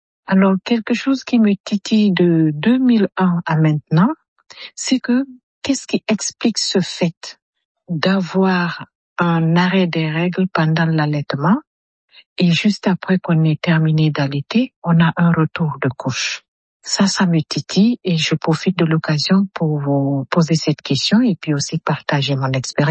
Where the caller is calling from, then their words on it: Banjul, Gambia; âgée de 58 ans bientôt, et j'appelle de Banjul.